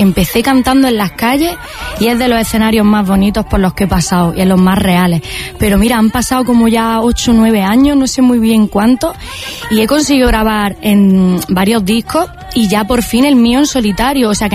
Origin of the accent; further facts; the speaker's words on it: Andalusia, Spain; soy andaluza, vengo del campo y hago flamenco y folclore. Pero tengo 34 años, nací en el 92